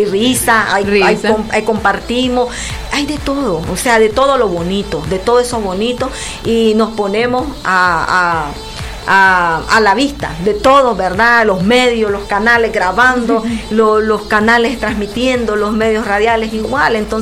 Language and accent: Spanish; Nicaragua